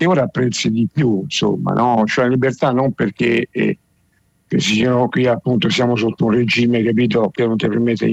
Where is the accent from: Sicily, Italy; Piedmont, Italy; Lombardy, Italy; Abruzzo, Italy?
Abruzzo, Italy; Pescara; born there; io che sono nato a Pescara, quindi, anzi sono nato proprio sul mare